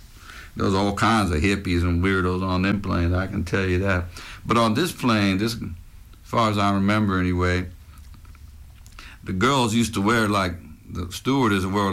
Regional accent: Canada; born there; I guess they was looking for, where I was born in Canada.

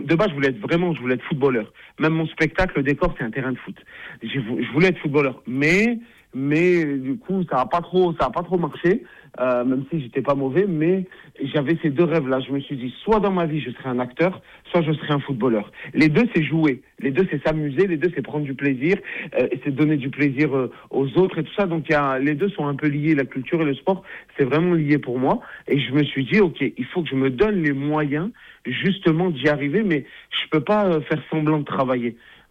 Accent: Grenoble, Auvergne-Rhône-Alpes, France; Quand on vient de Grenoble, je vais prendre toute la région, Grésivaudan, le Mélan, là-bas, Échirolles, Pont-de-Clé, tout.

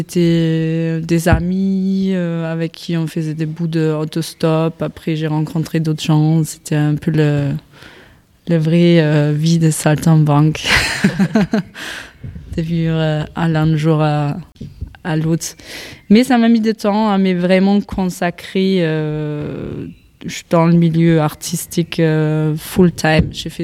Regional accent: Austria; French is a second language; now in France; je suis autrichienne

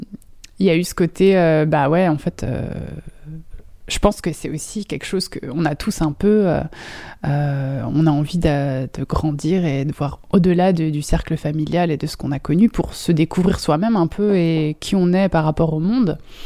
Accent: Grand Est, France; moved away as an adult; Oui, donc j'ai grandi en Alsace. … Et j'ai passé quelques études à Strasbourg. Et puis j'ai travaillé un petit peu là-bas.

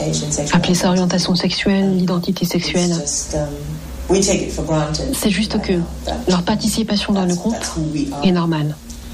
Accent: Germany; now in Berlin, Germany; je me présente en disant que je suis allemande noire parce qu'il est important de souligner que je suis aussi allemande

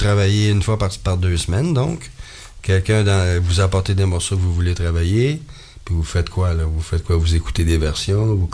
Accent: Auvergne-Rhône-Alpes, France; accent: Ardèche; On parle tous comme ça là-bas.

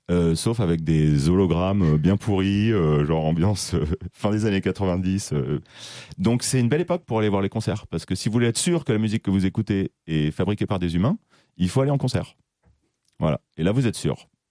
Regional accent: Auvergne-Rhône-Alpes, France; moved away as an adult; also born or lived in Paris; Moi, je me souviens, je suis venu quand j'avais 20 ans. J'ai grandi en Haute-Savoie et j'ai habité à Paris pendant très longtemps, mais je suis venu quand j'avais 20 ans dans la Drôme

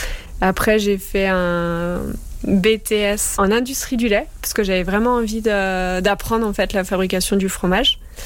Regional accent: Auvergne-Rhône-Alpes, France; moved away; d'origine, je suis au Savoyard et j'ai fait mes études là-bas.

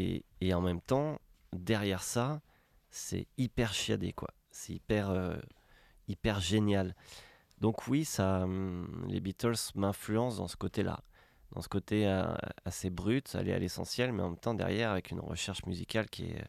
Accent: France; accent: French; Tu vois, on sent que j'ai un accent français quand même.

